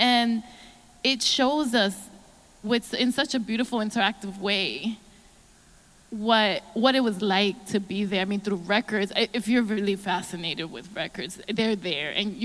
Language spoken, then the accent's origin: English; New York City, New York, United States; growing up in Williamsburg, Brooklyn